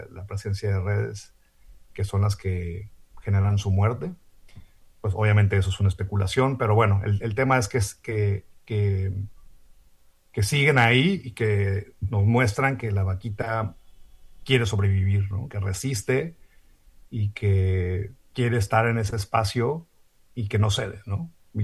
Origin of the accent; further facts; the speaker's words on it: Mexicali, Baja California, Mexico; born there; un conflicto social ambiental de relevancia mundial que estaba en el municipio de Mexicali, donde yo nací.